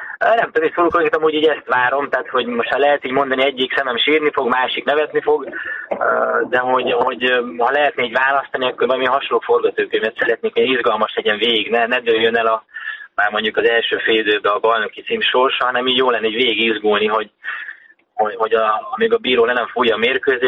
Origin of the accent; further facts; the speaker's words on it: Zalaegerszeg, Zala, Hungary; Hogy ugye Zalaegerszegiként megéltem azt, hogy amikor itt felújították a stadiont